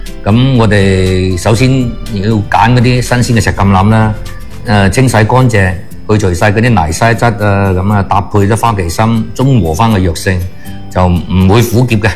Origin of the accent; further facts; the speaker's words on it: Guangdong, China; 非常適合我哋廣東人